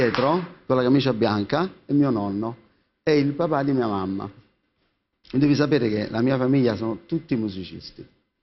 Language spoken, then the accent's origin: Italian; Naples, Campania, Italy; io sono un uomo del sud, sono un napoletano